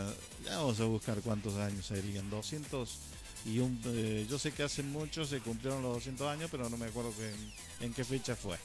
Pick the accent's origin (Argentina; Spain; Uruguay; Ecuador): Argentina; celebrando una fecha que nos une como argentinos